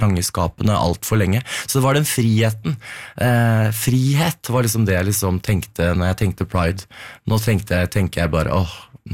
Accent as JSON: {"language": "Norwegian", "town": "Moss", "region": "Østfold", "country": "Norway", "moved": "yes", "lives_now": "Oslo, Norway", "said": "jeg kom jo fra Moss, og der var det jo, ikke sant, 2006, da var det ikke veldig mange åpne homofile da, så Oslo ble jo på en måte et fristed"}